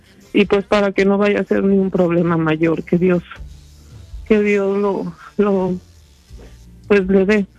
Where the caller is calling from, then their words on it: Chicago, Illinois, United States; soy de Chicago.